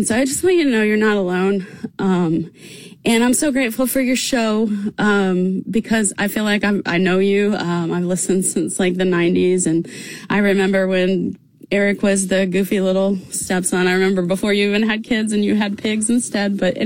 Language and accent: English; Georgia, United States; I'm from Georgia as well, so I love hearing about Georgia.